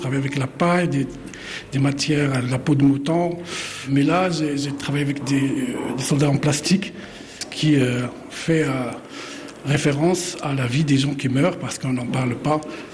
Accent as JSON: {"language": "French", "town": "Tangier", "region": "Tanger-Tetouan-Al Hoceima", "country": "Morocco", "tie": "born or raised there", "said": "Cette œuvre, je l'ai faite par une expérience personnelle en grandissant à Tanger. J'ai vu des amis, des voisins, des gens de la famille qui traversaient la Méditerranée d'une façon illégale."}